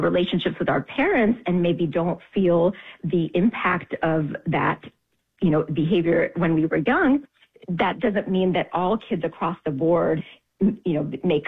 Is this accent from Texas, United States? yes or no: no; Tennessee, United States; born or raised there